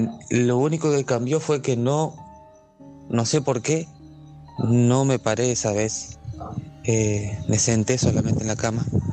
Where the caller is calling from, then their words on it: Chaco, Argentina; soy de Chaco, del interior, bastante del interior.